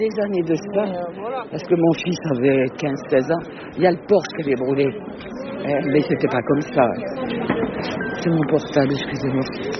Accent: Isigny-sur-Mer, Normandy, France; Je viens d'Isigny.

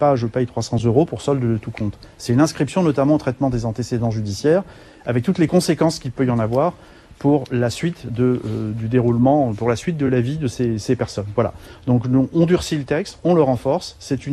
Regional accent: Bourges, Centre-Val de Loire, France; on cite le fait que je suis originaire de ce département, oui c'est vrai, je suis né à Bourges, j'y ai toutes mes attaches.

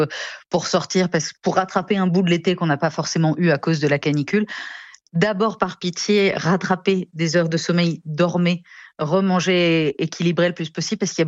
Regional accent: Nancy, Grand Est, France; moved away; Je viens de Nancy

